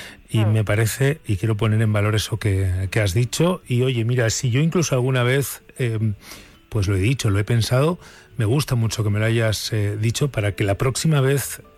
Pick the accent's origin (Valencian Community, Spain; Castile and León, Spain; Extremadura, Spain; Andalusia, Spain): Castile and León, Spain; Burgos